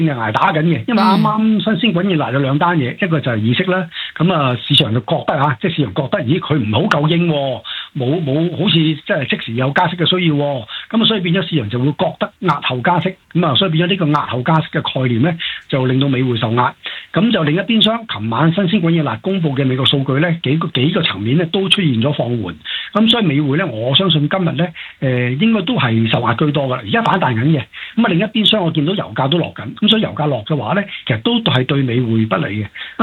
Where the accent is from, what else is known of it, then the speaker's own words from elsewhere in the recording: Hong Kong; 咁我哋香港人嚟講咧